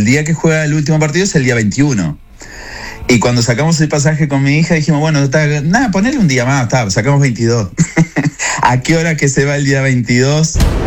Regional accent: Maldonado, Uruguay; now in Miami, United States; yo soy de Maldonado. Punta del Este es una cosa, y donde yo vivía, Maldonado es otra.

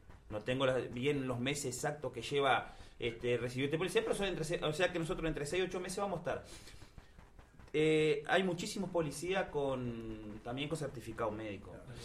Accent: Uruguay

